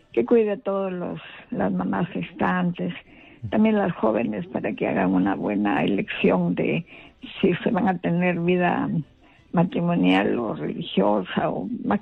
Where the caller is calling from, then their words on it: La Libertad, Peru; yo vivo en Chiquito